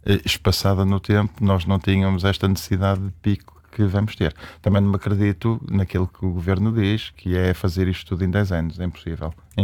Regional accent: Braga, Norte, Portugal; eu sou de Braga

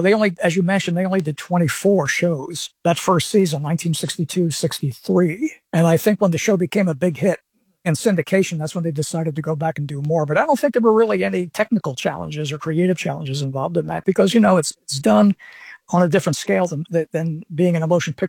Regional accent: Philadelphia, Pennsylvania, United States; Now, we're both from South Philly. We're both born and raised in South Philadelphia.

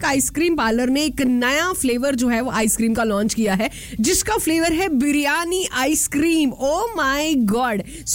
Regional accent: Punjab, India; लेकिन हम पंजाबी लोग हैं। जब पंजाबी लोग अपने तरीके से अंग्रेजी बोलते हैं, आप सैटरडे सैटरडे कर देने हमने, ठीक है।

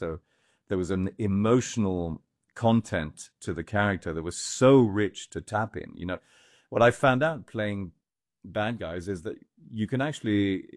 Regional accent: Scotland, United Kingdom; also born or lived in France; because I'm Scottish and French. So I'm a sort of amalgam of these, both of these cultures.

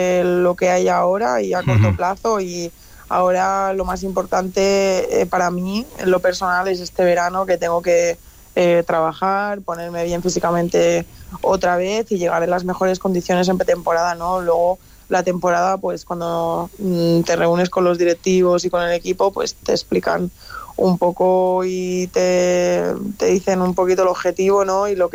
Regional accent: Balearic Islands, Spain

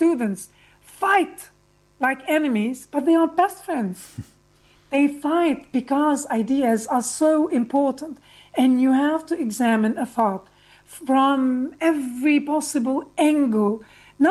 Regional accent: Lebanon; I mentioned earlier that I attended a French Catholic school. Growing up in Lebanon meant growing up between Islam and Christianity.

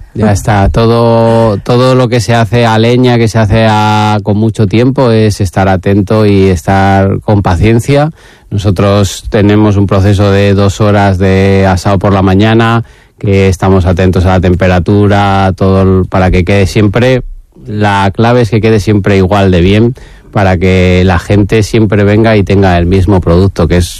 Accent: León, Castile and León, Spain; moved away as an adult; now in Burgos, Spain; Yo soy de León, uh-huh, soy cazurro

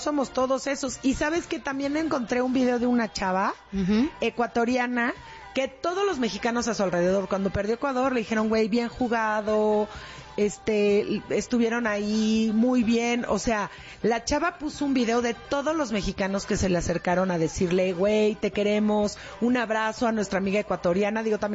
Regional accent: Mexico; No hablo contra México, hablo desde México. Lo digo siendo mexicano, uno que ha cargado su bandera por el mundo entero con orgullo.

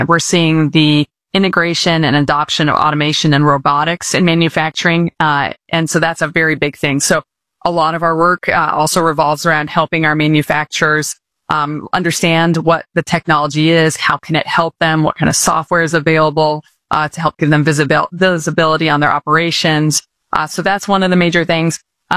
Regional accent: Colorado, United States; Colorado is a newer state. So, for instance, the city I grew up in outside Denver is only, I think, 50-some years old.

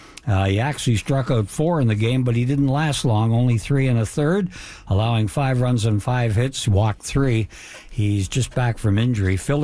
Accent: Canada; We're Canadian.

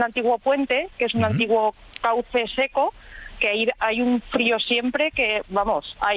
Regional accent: Castilla-La Mancha, Spain; now in Burjassot, Spain; Burjasot, desde el infierno de Valencia, con esta humedad horrible.

